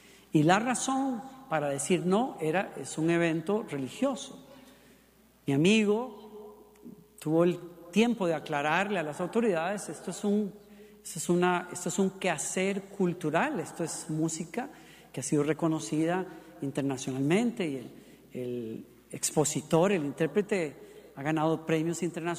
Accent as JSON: {"language": "Spanish", "region": "San José", "country": "Costa Rica", "tie": "born there", "moved": "yes", "said": "regresé de Costa Rica, que es mi país natal"}